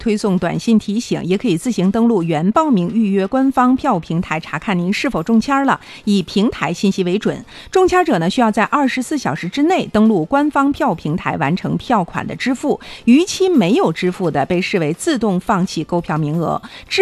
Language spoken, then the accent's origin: Chinese; Harbin, Heilongjiang, China; 去支持一下我们的家乡哈尔滨队啊